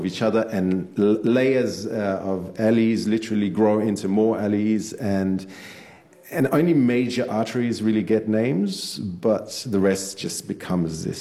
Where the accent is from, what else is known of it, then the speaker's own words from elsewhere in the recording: Yarmouk, Damascus Governorate, Syria; Oh, because I'm coming from Yarmouk, but I'm Syrian, Syrian.